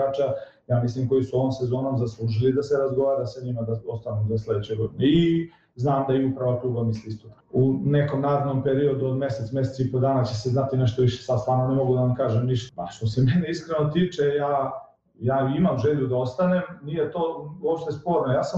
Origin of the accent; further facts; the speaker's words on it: Kraljevo, Šumadija and Western Serbia, Serbia; Vi znate da ja dolazim iz Kraljeva